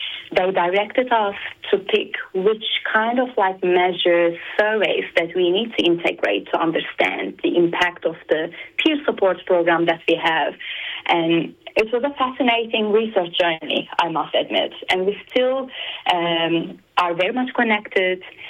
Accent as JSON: {"language": "English", "country": "Turkey", "said": "Turkey, my home country"}